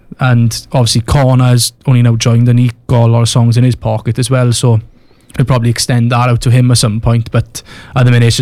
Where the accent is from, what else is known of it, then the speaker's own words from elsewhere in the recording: Merthyr Tydfil, Wales, United Kingdom; We're from Merthyr Tydfil. Most of us grew up in the Gurnas.